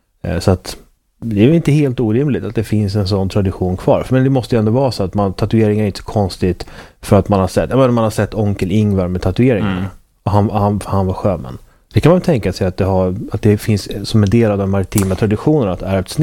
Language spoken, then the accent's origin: Swedish; Uppsala, Uppsala County, Sweden; moved away; mina föräldrar i Uppsala